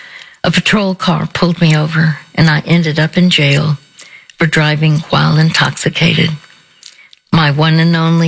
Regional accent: Dallas, Texas, United States; before finally moving back to my hometown. That was Dallas.

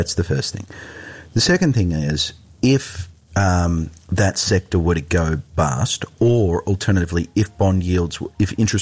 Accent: Australia; now in United States; my home country of Australia

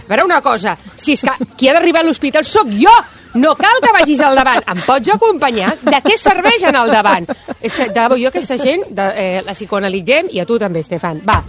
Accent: Badalona, Catalonia, Spain; No, a més, és que jo que sóc de Badalona

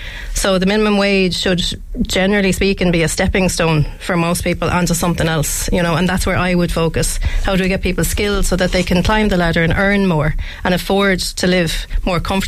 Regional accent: Shannon, County Clare, Ireland; obviously I'm from Shannontown, you know, the retail space there is really, really lacking

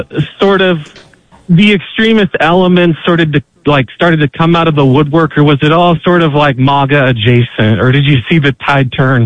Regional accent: Oregon, United States; I know I'm originally from Oregon

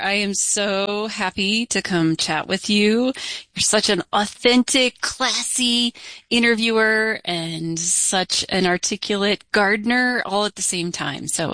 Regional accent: Clinton County, Iowa, United States; now in Colorado, United States; I'm a transplant to Colorado. I was born and raised in Iowa, Eastern Iowa, Clinton County, and on a small family farm.

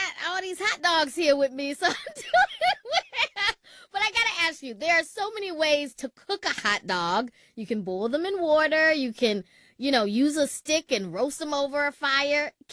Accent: North Carolina, United States; Okay, so for my hot dogs, I'm from North Carolina.

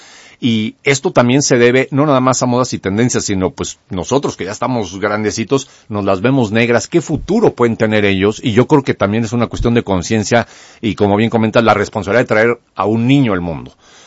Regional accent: Mexico

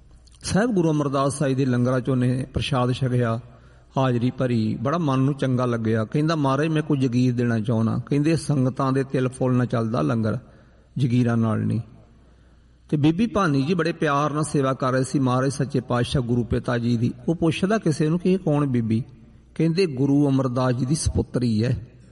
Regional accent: Jhamka, Punjab, India; ਮੇਰੇ ਪਿੰਡ ਤੋਂ 10 ਕਿਲੋਮੀਟਰ ਹੈ, ਛੋਟੇ ਦੇ ਹੀ ਤੁਰ ਕੇ ਪਿੰਡ ਉਹ ਚੱਲ ਜਾਣਾ, ਉੱਥੇ ਝਾਮਕਾ ਪਿੰਡ ਸਤਸੰਗ ਮੇਰਾ ਮਾਣੋ ਚਾਲ ਝਾਮਕਾ ਚਵਾਲ ਥਾਣਾ ਸਾਡਾ।

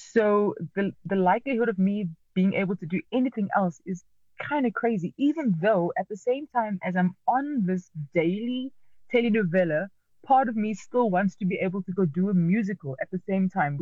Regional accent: Cape Town, Western Cape, South Africa; growing up in Cape Town, the Cape Flats, the only languages that I really grew up with was English and Afrikaans, or rather Afrikaans, as we say.

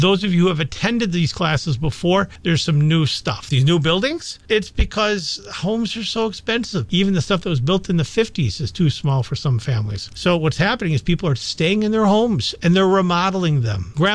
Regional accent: Wausau, Wisconsin, United States; And I enjoy helping people. I grew up in Wausau.

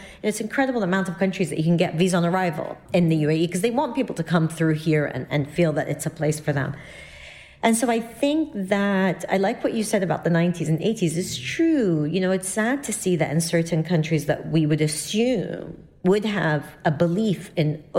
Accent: London, United Kingdom; now in United Arab Emirates; You know, I came here from London and a lot of Brits are quite cynical when you talk about these things

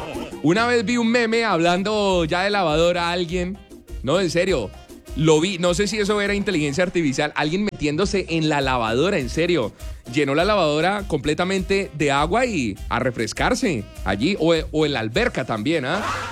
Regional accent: Colombia; uno como buen colombiano

